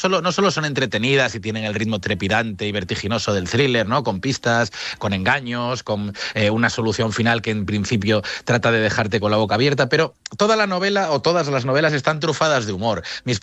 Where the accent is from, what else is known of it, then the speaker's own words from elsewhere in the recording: Vigo, Galicia, Spain; born there; Vigo, que yo vivo en Madrid y nací en Vigo, son dos ciudades que conozco a la perfección.